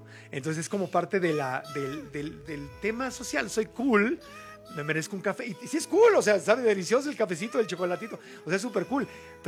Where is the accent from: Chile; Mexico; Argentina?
Mexico; born there; Nací en México, soy mexicano obviamente, pero también tengo el pasaporte de Estados Unidos.